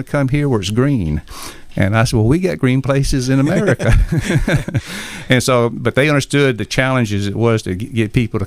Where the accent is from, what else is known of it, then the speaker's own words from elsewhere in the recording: Alabama, United States; moved away; I'm from Alabama.